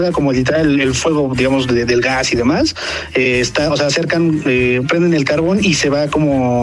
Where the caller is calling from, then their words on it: Aguascalientes, Mexico; Del meritito Aguascalientes.